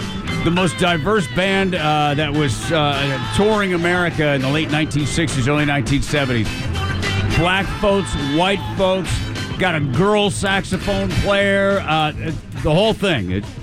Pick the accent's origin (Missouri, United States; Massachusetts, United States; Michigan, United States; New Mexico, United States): Michigan, United States; Grand Rapids; So in my hometown where I grew up, Grand Rapids, Michigan